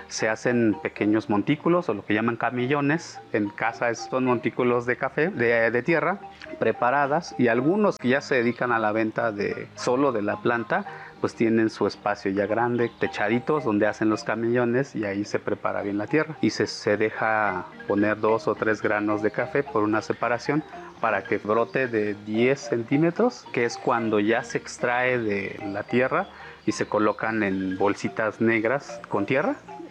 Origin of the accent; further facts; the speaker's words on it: Tanetze de Zaragoza, Oaxaca, Mexico; provengo de la comunidad de Tanetz de Zaragoza, el lugar y en donde producimos y vivimos con el café.